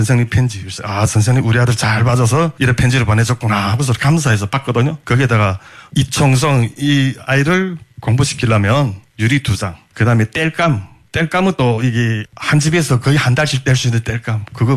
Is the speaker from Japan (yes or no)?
no; North Korea; moved away as an adult; now in South Korea; 야 이거 북한에서 태어난 거 왜 이렇게 후회되고